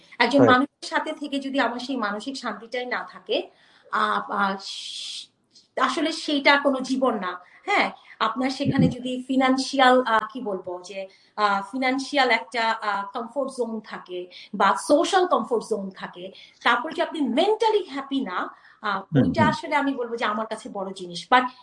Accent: Bangladesh

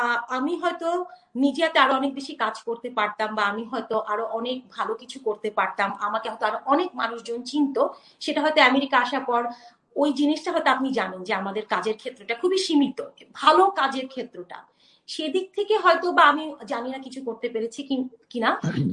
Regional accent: Bangladesh

